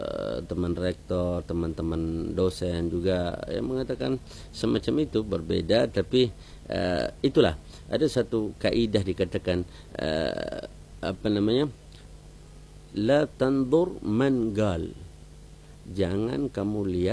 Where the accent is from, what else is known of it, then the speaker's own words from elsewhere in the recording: Ambon, Maluku, Indonesia; accent: Ambonese; also born or lived in Yemen; beta ini orang Ambon, ketung hidup di Ambon.